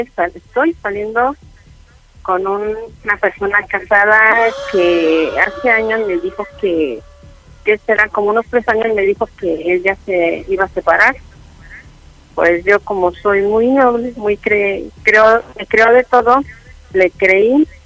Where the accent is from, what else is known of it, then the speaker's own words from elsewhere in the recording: Azcapotzalco, Mexico City, Mexico; Tengo 56 años y vengo de aquí de Azcapotzalco.